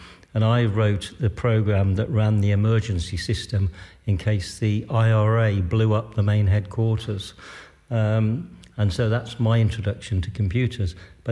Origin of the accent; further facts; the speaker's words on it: Leicester, East Midlands, United Kingdom; from Leicester.